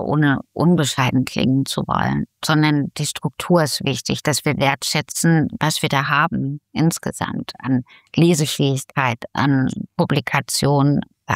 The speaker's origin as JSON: {"language": "German", "town": "Riesa", "region": "Saxony", "country": "Germany", "tie": "born there", "said": "Ich bin in der DDR geboren, in Riesa. Ich bin ein sächsisches Mädchen sozusagen."}